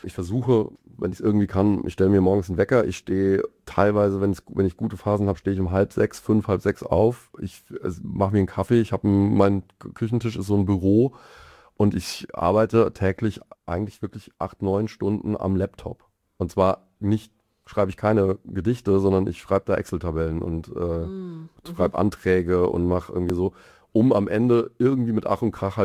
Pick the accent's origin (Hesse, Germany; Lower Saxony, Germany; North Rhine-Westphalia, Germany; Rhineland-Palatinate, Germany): Rhineland-Palatinate, Germany; Mainz; moved away as an adult; now in Mannheim, Germany; Ich bin Mainzer eigentlich und bin halt vor jetzt bald 20, also 2008, na gut, noch nicht ganz 20 Jahre, aber geht auf die 20 Jahre, halt zum Studieren dann eben an die Popakademie gekommen.